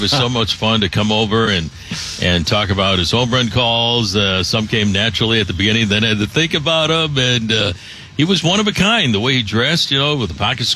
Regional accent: Chicago, Illinois, United States; now in Seattle, United States; I mean, I grew up here in Chicago, you know, on the South Side. I've told the story a million times. The Sandlot was my story growing up here.

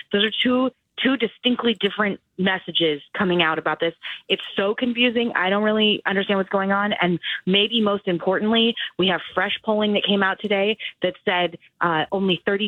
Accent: United States; And just as an American, I feel sad and embarrassed about it in a way.

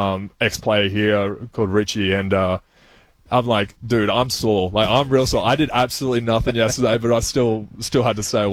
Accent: Australia; accent: Australian; now in Arizona, United States; I'm from Australia, we drive on that side of the road.

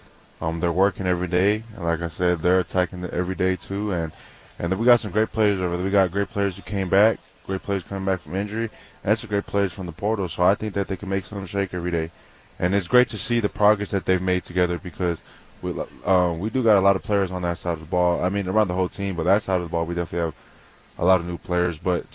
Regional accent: Las Vegas, Nevada, United States; I grew up in Las Vegas, so it ain't too bad. Yeah, it's a desert out there, too, so it ain't too bad for me.

